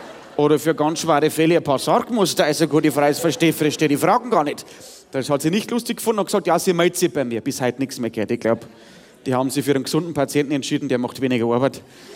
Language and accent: German; Bavaria, Germany; Wie man bei uns im Bayerischen Wald dazu sagt.